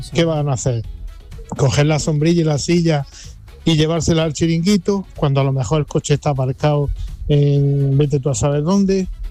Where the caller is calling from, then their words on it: Madrid, Community of Madrid, Spain; de Madrid.